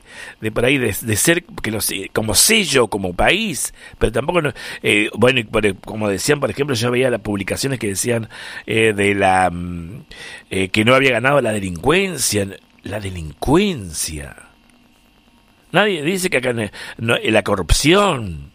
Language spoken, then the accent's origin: Spanish; Argentina; como argentino que somos y que queremos nuestro país, nuestra tierra, todo lo que comprende nuestra querida República Argentina